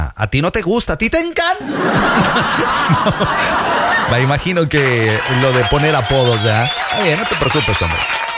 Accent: Veracruz, Mexico; y yo soy jarocho, y yo soy el locutor que a veces se pone melancólico.

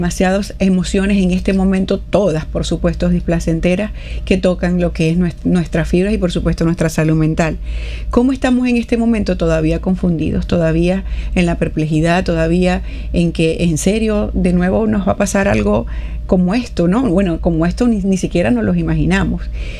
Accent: Venezuela; Yo, de verdad, particularmente como venezolana

